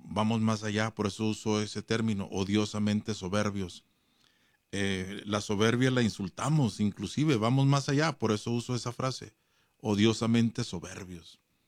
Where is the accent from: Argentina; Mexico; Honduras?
Mexico; Ciudad Juárez, Chihuahua; cuando yo nací, cuando yo crecí en la frontera en Ciudad Juárez